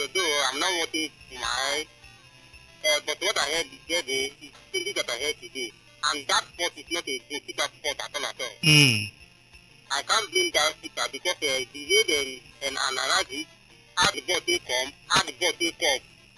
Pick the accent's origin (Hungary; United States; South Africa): South Africa; I'm coming from South Africa.